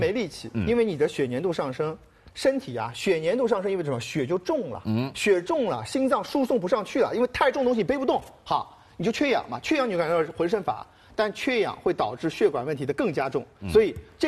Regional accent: Shanghai, China

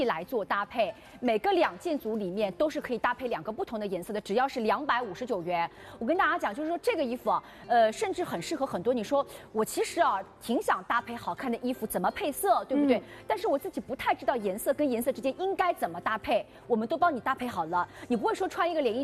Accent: Shanghai, China

